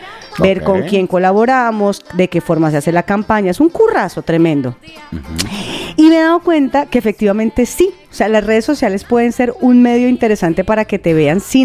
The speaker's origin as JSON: {"language": "Spanish", "country": "Colombia", "moved": "as an adult", "lives_now": "Spain", "said": "acá como periodista colombiana latinoamericana en España, llevo casi 16 años"}